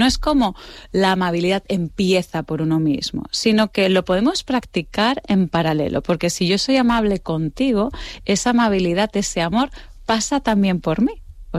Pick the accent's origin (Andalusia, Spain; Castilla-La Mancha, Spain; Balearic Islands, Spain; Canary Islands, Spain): Canary Islands, Spain; accent: godo; en Gran Canaria, que es donde tengo yo aquí a la familia, aunque tenga el acento godo, soy canaria, y se nota un montón